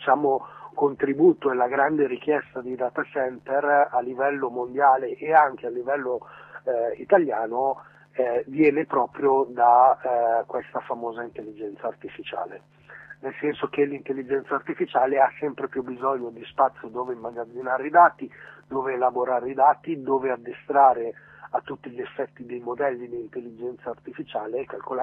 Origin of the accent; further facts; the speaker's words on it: Lacchiarella, Lombardy, Italy; Sì, io allora innanzitutto sono di Lacchiarella, che è un piccolo paese a sud di Milano che si trova esattamente tra Milano e Pavia